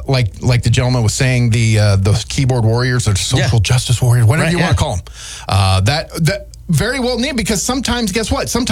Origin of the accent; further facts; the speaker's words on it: United States; as an American